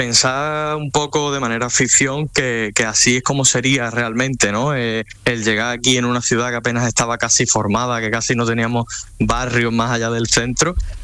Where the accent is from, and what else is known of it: Huelva, Andalusia, Spain